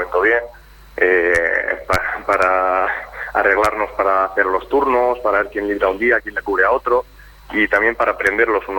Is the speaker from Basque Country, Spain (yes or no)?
yes; Bilbao, Basque Country, Spain; Venimos yo de Bilbao